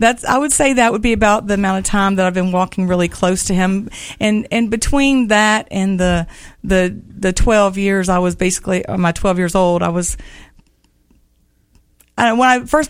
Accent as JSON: {"language": "English", "town": "Baton Rouge", "region": "Louisiana", "country": "United States", "tie": "born there", "also_born_or_lived": "Lake Charles, Louisiana / Gonzales, Louisiana", "moved": "as an adult", "lives_now": "Florida, United States", "said": "Originally, I was born in Lake Charles, Louisiana, but I lived in Baton Rouge, Louisiana until I became 12 years old and moved to Gonzales, Louisiana, right about 30 minutes away from Baton Rouge"}